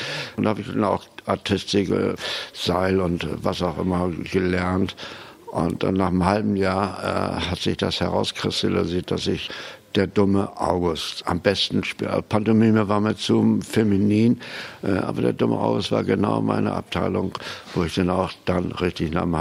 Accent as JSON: {"language": "German", "town": "Varel", "region": "Lower Saxony", "country": "Germany", "tie": "born or raised there", "said": "Ja, mein Vater war Chef vom Bahnhof irgendwie und ich bin an der Bahnschranke aufgewachsen, zur Schule gegangen"}